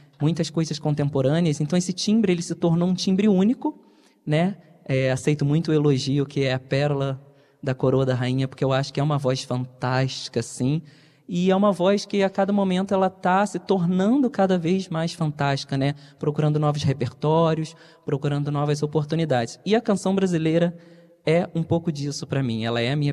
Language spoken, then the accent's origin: Portuguese; Rio de Janeiro, Brazil; eu sou da região do Vale do Café, eu estava participando do festival